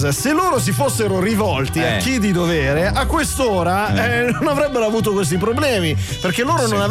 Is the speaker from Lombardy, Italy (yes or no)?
yes; Milan, Lombardy, Italy; Sono milanese, sì.